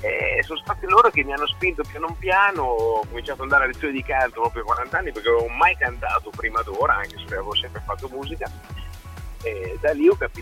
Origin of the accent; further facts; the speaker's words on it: Correggio, Emilia-Romagna, Italy; fondarono una delle prime balere dalle nostre parti qua in Emilia, e io e Luciano siamo cresciuti proprio da piccolissimi